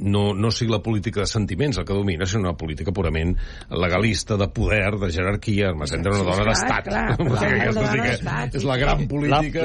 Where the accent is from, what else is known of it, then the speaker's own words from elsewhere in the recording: Catalonia, Spain; Aquest és un cas que ens toca, diguéssim, com a catalans, sí, molt directament, no?